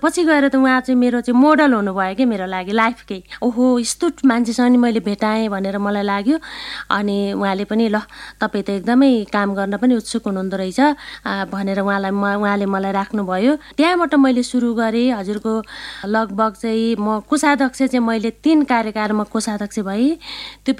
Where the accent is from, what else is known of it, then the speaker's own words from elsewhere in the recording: Bhojpur, Koshi Province, Nepal; moved away as an adult; now in Kathmandu, Nepal; म हजुरको भोजपुरबाट चाहिँ म काठमाडौँ मेरो पढाइको क्रममा म काठमाडौँ आएँ।